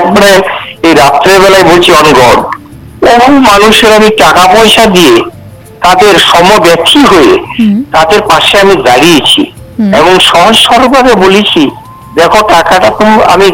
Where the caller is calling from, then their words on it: Ilambazar, West Bengal, India; আমি পশ্চিমবঙ্গের বীরভূম জেলার অন্তর্গত ইলামবাজার নিকট ঘুরিষে গ্রাম থেকে